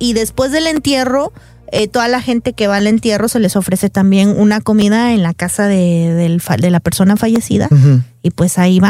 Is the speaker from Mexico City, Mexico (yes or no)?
no; Oaxaca, Mexico; Pues básicamente... digo, en mi pueblo.